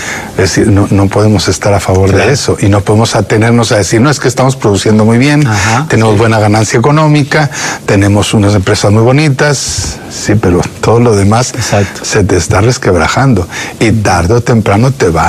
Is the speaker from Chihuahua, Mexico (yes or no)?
yes; Parral, Chihuahua, Mexico; also born or lived in Ciudad Juárez; nosotros llegamos con una familia migrante, nos trasladamos de Parral, Chihuahua, al sur del estado de Chihuahua, en México, hacia Ciudad Juárez en 1980.